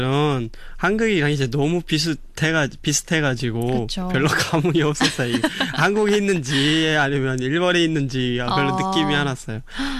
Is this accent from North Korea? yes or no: yes; Pyongan, North Korea; now in Seoul, South Korea; 평안도에서 서울로 이사 온 지 5년쯤 된